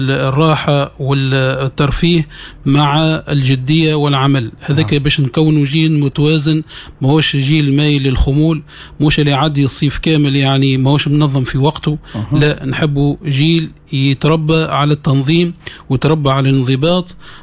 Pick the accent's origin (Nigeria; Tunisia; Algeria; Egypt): Tunisia; Msaken, Sousse Governorate; في بلدتنا بلده مساكن الاشراف